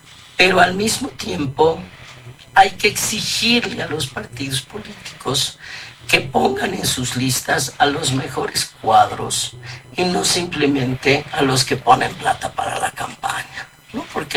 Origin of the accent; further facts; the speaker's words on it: Colombia; Bueno, sí, no me gusta mucho la cumbia, soy la colombiana.